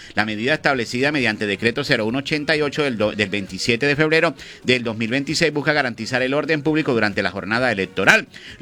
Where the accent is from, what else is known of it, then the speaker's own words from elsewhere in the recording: Colombia; soy colombiana